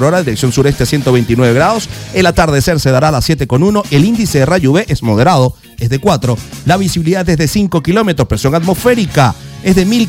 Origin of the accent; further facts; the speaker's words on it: Puerto La Cruz, Anzoátegui, Venezuela; En mi tierra natal, allá en Puerto La Cruz, en el estado Anzoátegui